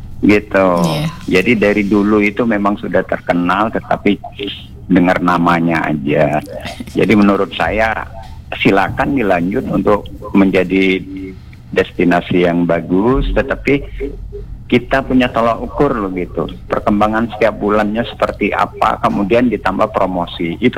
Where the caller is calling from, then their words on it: Pangkal Pinang, Bangka Belitung Islands, Indonesia; saya orang Pangkal Pinang, jalan alamat saya juga jalan Semujur dulu ya